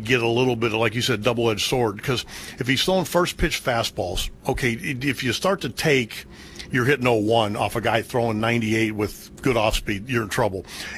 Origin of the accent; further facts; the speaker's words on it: Pittsburgh, Pennsylvania, United States; I grew up in Pittsburgh.